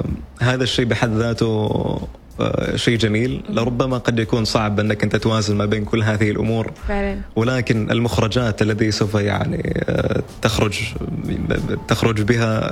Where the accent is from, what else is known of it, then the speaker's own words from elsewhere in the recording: Oman; أقول له من سلطنة عمان.